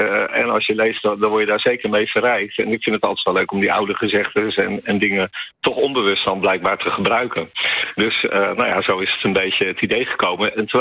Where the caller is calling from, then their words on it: Gouda, South Holland, Netherlands; We komen van oorsprong uit Gouda.